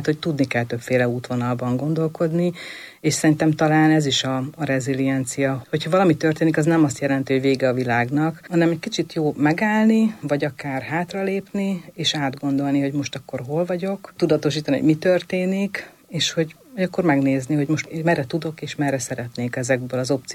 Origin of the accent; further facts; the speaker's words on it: Hungary; vidéki vagyok